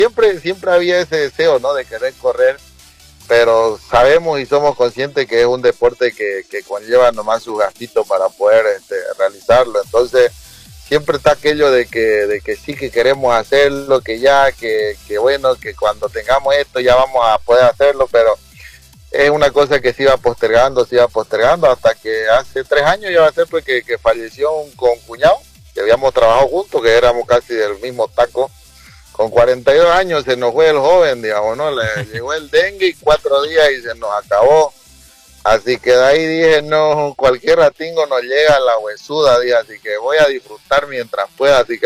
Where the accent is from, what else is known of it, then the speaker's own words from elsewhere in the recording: San Juan del Chaco, Santa Cruz, Bolivia; No, pues yo soy de San Juan del Chaco, pues no. Yo soy de San Juan del Chaco, represento a San Juan del Chaco y a Valle Grande donde voy.